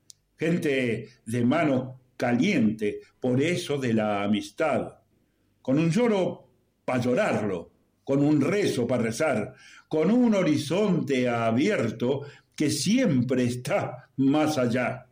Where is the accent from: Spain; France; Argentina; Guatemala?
Argentina; moved away; mi tierra natal, Argentina.